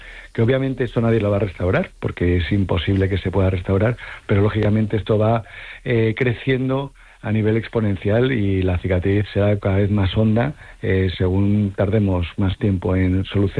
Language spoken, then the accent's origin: Spanish; Madrid, Community of Madrid, Spain; yo soy madrileño